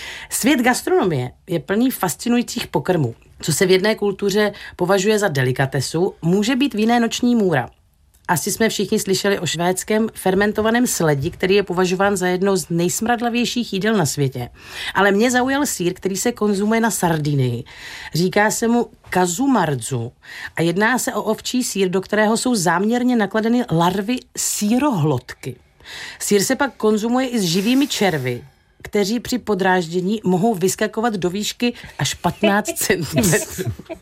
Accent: Moravia, Czechia; ale u nás na Moravě v podstatě oslava znamená zabití jídlem

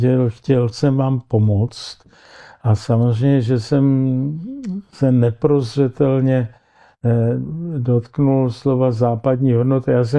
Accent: Prague, Czechia; na otázku, odkud jste, já jsem říkal, I am from Europe. Protože jak jsem si myslel, že říkat z nějakých Čech nebo z Prahy, že tam ty lidi vůbec by netušili, co to znamená.

